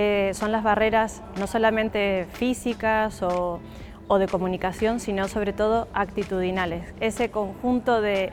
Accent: Uruguay; also born or lived in Argentina; now in Spain; Por nacimiento soy argentina, por crianza y por familia soy uruguaya, y actualmente estoy viviendo en España.

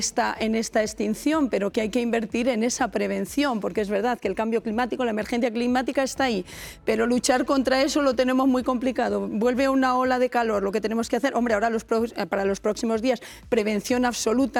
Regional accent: Guadalajara, Castilla-La Mancha, Spain; yo soy de Guadalajara, hace una semana estábamos en Guadalajara

